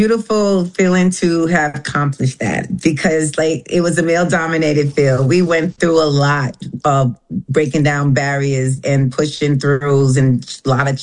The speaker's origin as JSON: {"language": "English", "country": "Jamaica", "said": "I'm Jamaican, so mind me of the commits, you know?"}